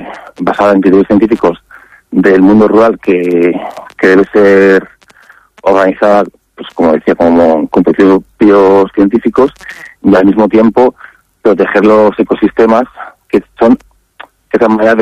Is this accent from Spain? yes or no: yes; Castile and León, Spain; Yo particularmente soy de la Sierra de Manda